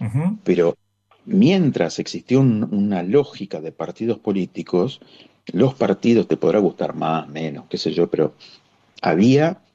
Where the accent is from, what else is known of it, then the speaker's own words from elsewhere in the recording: Buenos Aires, Argentina; como ciudadano porteño o medio